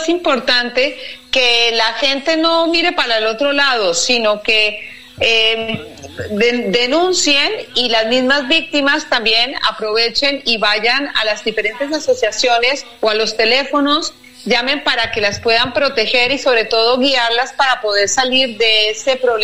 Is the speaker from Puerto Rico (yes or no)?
no; Colombia; now in Madrid, Spain